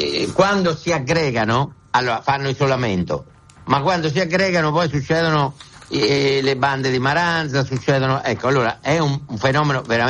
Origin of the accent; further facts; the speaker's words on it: Umbria, Italy; io sono umbro, quindi so che di queste cose abbiamo veramente tanto bisogno